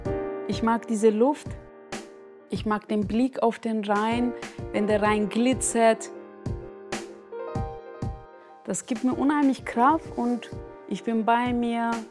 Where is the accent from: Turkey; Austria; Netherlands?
Turkey; Trabzon, Trabzon Province; moved away as an adult; now in Lorch, Germany; Und da habe ich gedacht, ich will einfach ein Hamsi machen aus meiner Heimat.